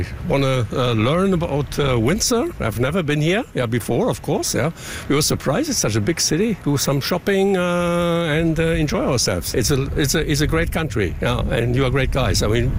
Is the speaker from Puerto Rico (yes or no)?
no; Germany; We're coming from Germany.